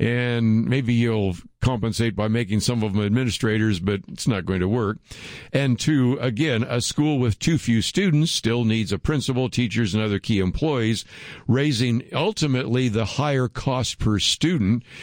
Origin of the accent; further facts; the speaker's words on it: California, United States; In Oakland, California, I grew up in the Bay Area, where previous attempts to close schools have been vigorously opposed.